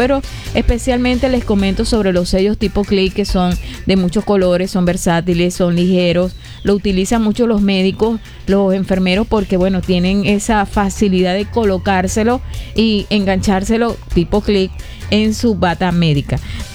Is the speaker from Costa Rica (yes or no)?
no; Zulia, Venezuela; Yo soy egresada de la Facultad de Humanidades, de la Escuela de Comunicación Socia